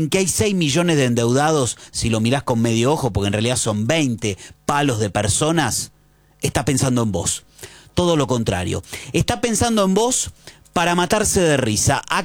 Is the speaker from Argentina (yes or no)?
yes; Argentina; algo que nos haga sentir bien como argentinos, no.